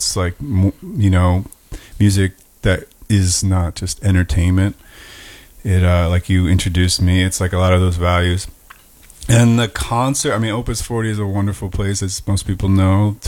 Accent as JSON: {"language": "English", "country": "Ireland", "second_language": "English", "said": "I mean, here we are speaking English. I'm Irish. It's not what I'm supposed to be speaking."}